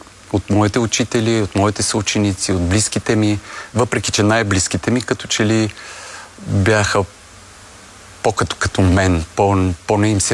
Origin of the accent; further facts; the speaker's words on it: Zlatograd, Smolyan Province, Bulgaria; accent: Rhodope dialect; moved away; ние имаме много различен, много цветен, много хубав диалект, родопския диалект, особено Златоград, той е малко по-различен от дори на 9 км от Златоград, от селцата и грачетата, които са наблизо.